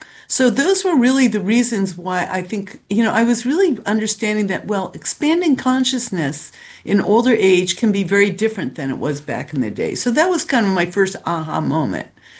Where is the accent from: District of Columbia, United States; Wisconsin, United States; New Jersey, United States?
District of Columbia, United States; Washington; moved away as an adult; also born or lived in California; I guess it started in Washington, D.C. And I grew up in Washington in the 60s and 70s. I went to D.C. public schools, and I went to School Without Walls. That was my high school.